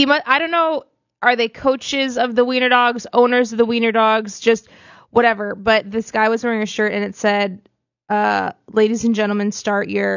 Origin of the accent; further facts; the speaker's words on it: Wahpeton, North Dakota, United States; I'm from Wahpeton.